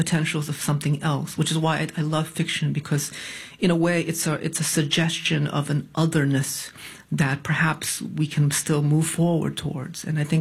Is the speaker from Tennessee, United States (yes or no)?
no; Connecticut, United States